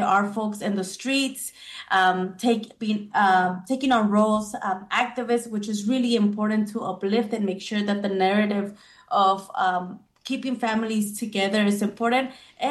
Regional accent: Oaxaca, Mexico; now in United States; We are indigenous from Zapoteca community.

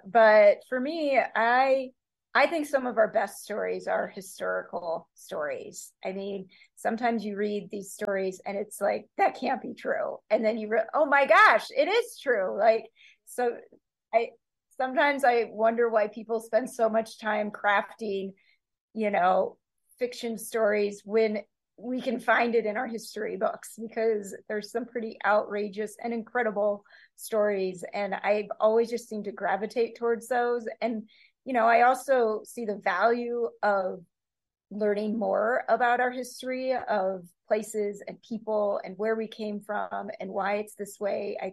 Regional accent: Montana, United States; I grew up in Montana.

